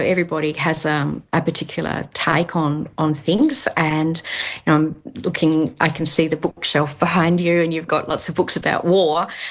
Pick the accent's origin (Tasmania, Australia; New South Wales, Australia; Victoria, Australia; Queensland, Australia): Tasmania, Australia; I was raised in Tasmania, and we were taught the dominant narrative